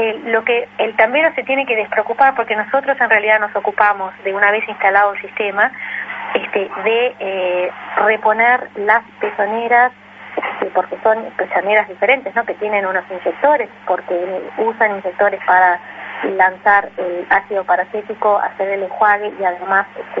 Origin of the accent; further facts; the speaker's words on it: Uruguay; born there; moved away as an adult; also born or lived in England; yo me crié en tambos porque … que fue uno de los fundadores de Conaprole, de Raigón, de San José. Siempre viví la realidad de los tambos